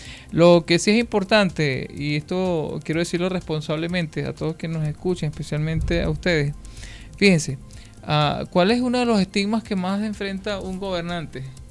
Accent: Guárico, Venezuela; yo nací y crecí en Oruz, Las Cocuizas.

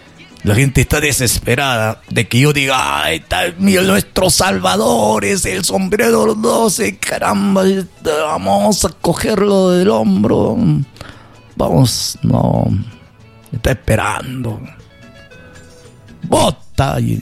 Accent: Arequipa, Peru; born there; la desgracia que pasamos como peruanos, como arequipeños.

